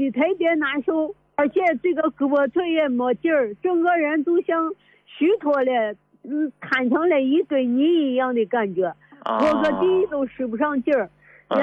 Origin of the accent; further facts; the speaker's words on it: Shaanxi, China; now in Suzhou, China; 我是陕西的，我是。我现在在女儿家苏州呢，